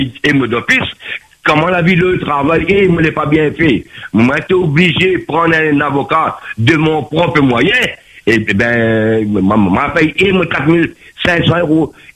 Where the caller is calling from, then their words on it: Réunion; comme moi, j'habite à La Réunion